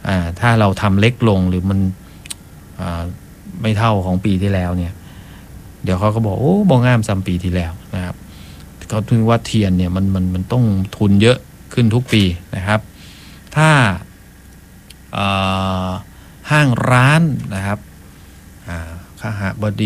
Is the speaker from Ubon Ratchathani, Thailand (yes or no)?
yes; Ubon Ratchathani, Thailand; คือเราเป็นคนอุบลพอรู้ถึงขั้นตอนตั้งแต่เริ่มต้นกว่าจะมาเป็นเทียนเนี่ย